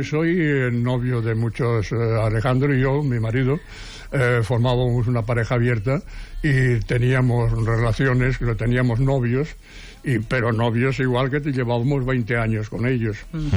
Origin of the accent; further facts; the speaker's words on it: Seville, Andalusia, Spain; now in Barcelona, Spain; pero cuando vinimos de Sevilla.